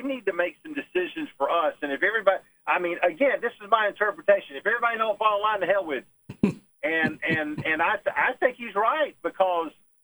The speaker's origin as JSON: {"language": "English", "region": "the South", "country": "United States", "said": "As a Southerner"}